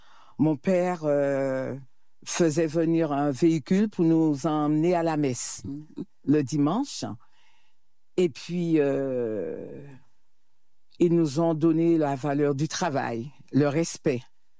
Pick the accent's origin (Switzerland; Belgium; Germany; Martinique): Martinique; Le Diamant; Alors, le lien, c'est vrai, je suis issue du Diamant et j'aime à dire, je fais partie de cette belle commune du Diamant, dans le rocher du Diamant.